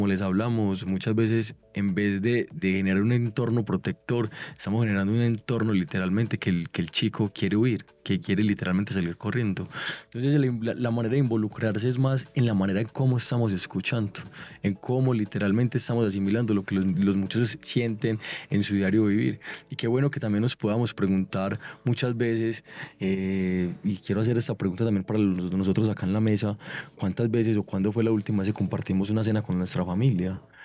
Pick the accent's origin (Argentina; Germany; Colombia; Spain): Colombia